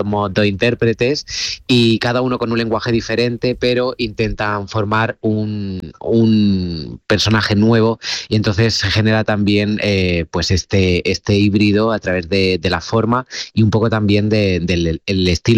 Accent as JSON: {"language": "Spanish", "town": "Úbeda", "region": "Andalusia", "country": "Spain", "tie": "born or raised there", "said": "se hizo el estreno solo, que se hizo en Úbeda, en mi ciudad natal, en el Festival de Escena Patrimonio"}